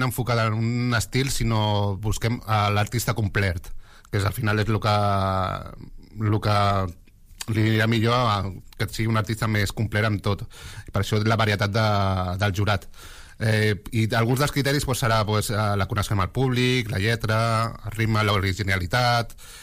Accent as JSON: {"language": "Catalan", "town": "Sant Andreu de la Barca", "region": "Catalonia", "country": "Spain", "tie": "born or raised there", "said": "jo que sóc de Sant Andreu de tota la vida"}